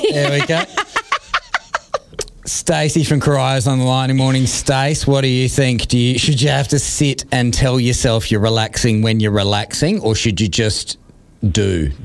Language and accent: English; Lara, Victoria, Australia; my hometown of Lara.